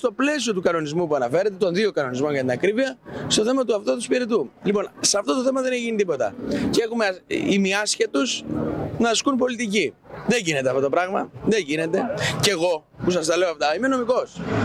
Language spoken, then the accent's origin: Greek; Lesbos, North Aegean, Greece; ως λέσβιος